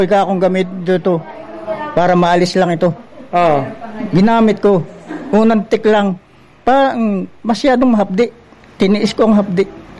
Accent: Atimonan, Calabarzon, Philippines; Taga Barangay Caridad Ibaba.

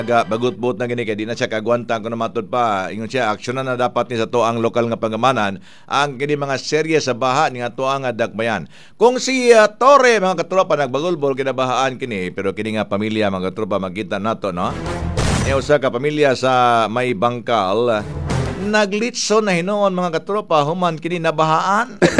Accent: Davao City, Davao Region, Philippines; Hindi nga kayo taga rito sa Davao City, ang dami nyo mga bagutbot. Kami dito, ang totoong nangyari sa amin sa Davao City, hindi kami nagbabagutbot

